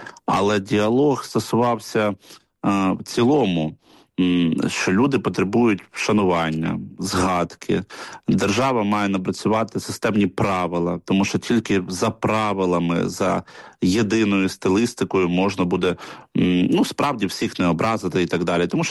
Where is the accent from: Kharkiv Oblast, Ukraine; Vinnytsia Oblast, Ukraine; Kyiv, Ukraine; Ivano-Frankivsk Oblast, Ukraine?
Kyiv, Ukraine; В моєму рідному місті Києві на Майдані